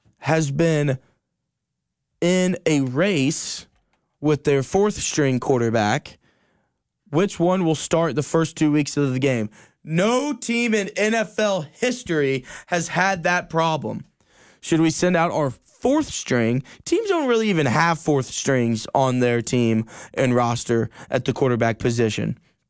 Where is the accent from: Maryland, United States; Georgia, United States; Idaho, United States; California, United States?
Georgia, United States; Atlanta; I'm from Atlanta, so I have affiliation to the Falcons for sure.